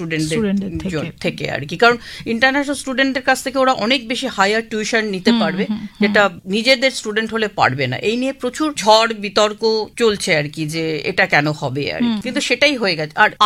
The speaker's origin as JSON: {"language": "Bangla", "country": "India", "moved": "as an adult"}